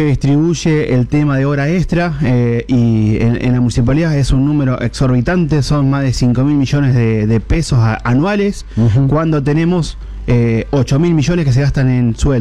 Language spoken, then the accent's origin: Spanish; Tucumán, Argentina; Y ambos somos tucumanos, así